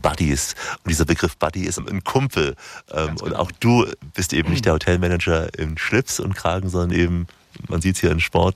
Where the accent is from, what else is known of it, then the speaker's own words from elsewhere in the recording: Saxony, Germany; Ging mir auch so als Sachse, ne?